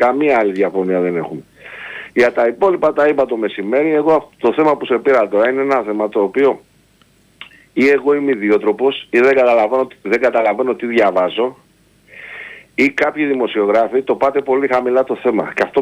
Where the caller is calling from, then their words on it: London, United Kingdom; από Λονδίνο